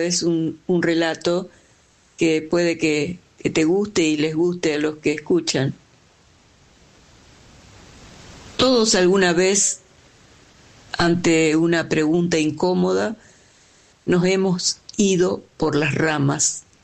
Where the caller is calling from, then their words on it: Santa Fe, Argentina; de Santa Fe.